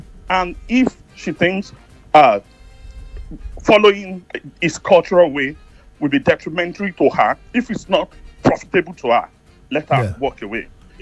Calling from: London, United Kingdom; I'm calling from Tottenham.

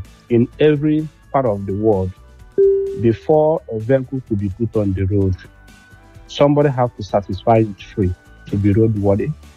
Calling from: Ontario, Canada; I'm calling from Ontario in Canada.

